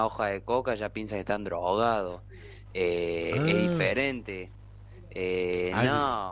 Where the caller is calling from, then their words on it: Córdoba, Argentina; yo como cordobis